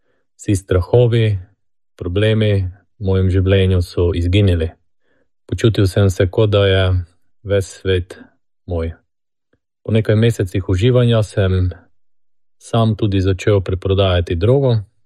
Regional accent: Prekmurje, Slovenia; now in Maribor, Slovenia; z družino živimo v Mariboru, odraščal sem pa v Prekmurju, v precej konfliktni družini

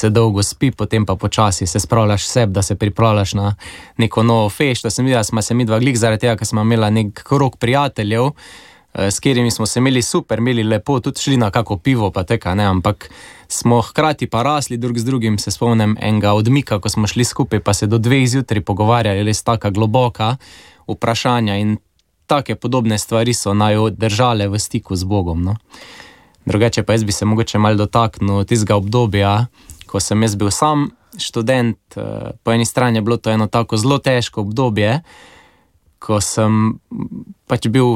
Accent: Velenje, Savinjska, Slovenia; also born or lived in Maribor; now in Mozirje, Slovenia; odraščala sva v Velenju, potem sva 8 let preživela v Mariboru kot študenta, pa potem na začetku pač karierne poti, potem smo se pa preselili nazaj v rodni kraj

